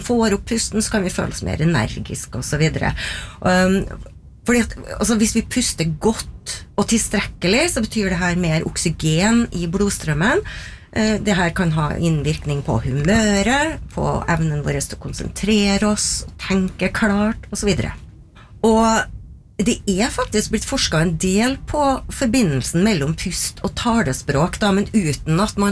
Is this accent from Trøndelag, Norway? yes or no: yes; Trøndelag, Norway; accent: Trøndelag dialect; eksempel at trønderdialekten styrer pustemønsteret vårt på. Mm. Har noe å gjøre med hvordan jeg er som trønder.